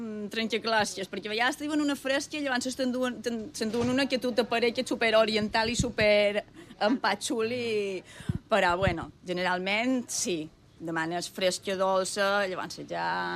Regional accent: Felanitx, Balearic Islands, Spain; ja som de Porto Colom i Felanitx, que ha estat el meu poble tota la vida, és un poble mort.

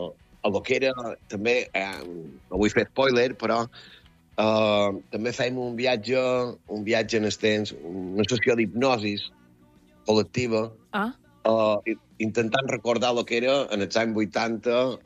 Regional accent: Balearic Islands, Spain; era tan guapo, era tan viu, tan autèntic com a mallorquins

